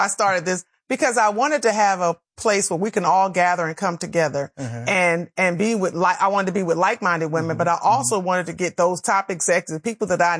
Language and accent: English; the North, United States; moved away; I was raised in the North. And then when I came South